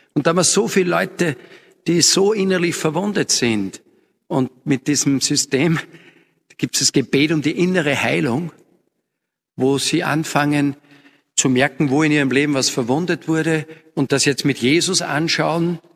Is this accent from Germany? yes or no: no; Upper Austria, Austria; Heuer haben wir gesehen, ein schwieriges Jahr, zumindest bei uns im Mühlviertel.